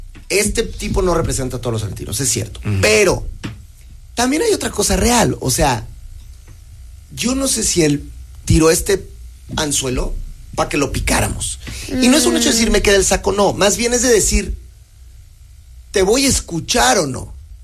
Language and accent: Spanish; Mexico